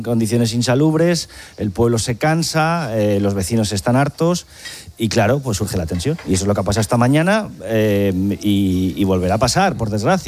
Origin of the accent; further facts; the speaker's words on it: Spain